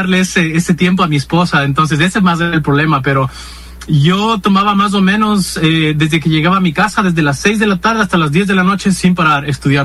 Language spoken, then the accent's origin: Spanish; Ecuador; moved away; Yo salí de Ecuador en 2020 y lamentablemente no he regresado y tampoco conozco mucho de cómo están las cosas